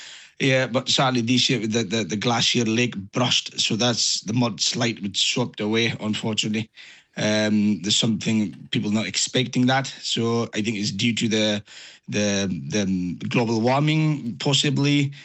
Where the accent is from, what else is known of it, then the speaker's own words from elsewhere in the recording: Pokhara, Gandaki Province, Nepal; I'm come from the Pokhara, so I'm further away